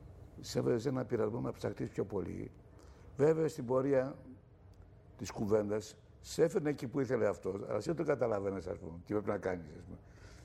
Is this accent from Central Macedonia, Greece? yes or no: yes; Doubia, Central Macedonia, Greece; moved away; also born or lived in Piraeus; Είμαι από τα Δουμπιά, βγάζει ένα περίφημο μεταλλικό νερό.